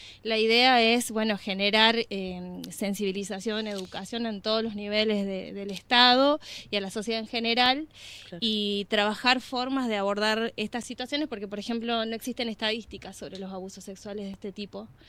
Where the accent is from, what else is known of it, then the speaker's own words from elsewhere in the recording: Salta, Argentina; Soy de Salta.